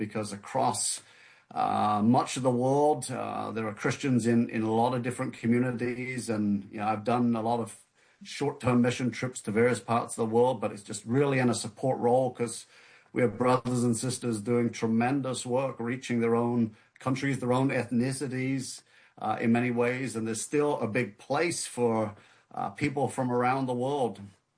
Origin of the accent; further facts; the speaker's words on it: United Kingdom; born and raised in the United Kingdom, my dad is from Detroit. My mother is from the south of England.